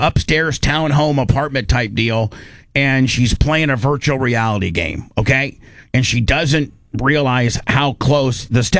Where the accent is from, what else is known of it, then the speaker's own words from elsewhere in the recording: Indiana, United States; Here's the thing: I don't give up. I'm white trash from Indiana who doesn't give up.